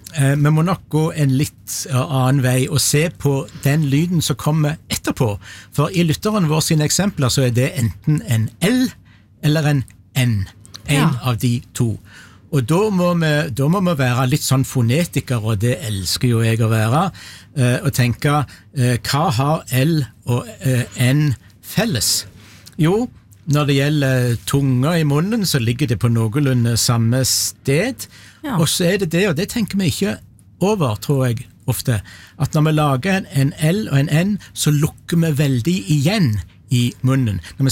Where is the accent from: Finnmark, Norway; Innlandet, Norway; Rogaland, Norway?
Rogaland, Norway; Egersund; men i Egersund, der jeg kommer ifra